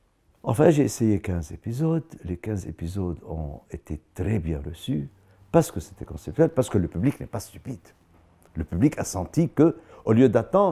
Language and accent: French; Lebanon; Et si jamais les Arabes vont nous voir, qu'ils nous voient en tant que Libanais, pas en tant que quelqu'un déguisé en arabe